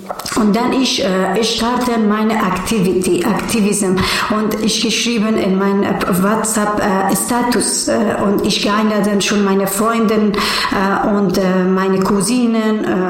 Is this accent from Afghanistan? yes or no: yes; Kabul, Afghanistan; German is a second language; Ja, ich komme aus Afghanistan und ich geboren in Kabul, Hauptstadt von Afghanistan. Und leider jetzt sind Taliban sind in unserer Heimat